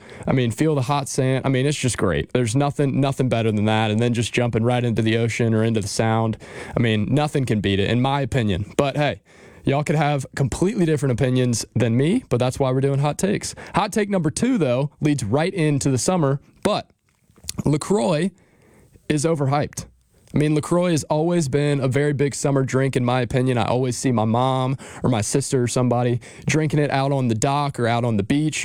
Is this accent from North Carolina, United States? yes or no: yes; North Carolina, United States; I've grown up around the beach. I'm from North Carolina, so the North Carolina coast on the East Coast is always beautiful